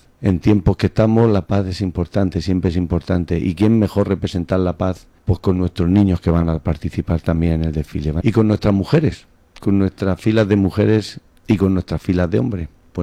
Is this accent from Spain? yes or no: yes; Orihuela, Valencian Community, Spain; Yo no soy de Orihuela, mi padre vino de familia emigrante andaluza, yo vine aquí con 2 años, tengo sangre andaluza, pero Orihuela me la ha dado todo.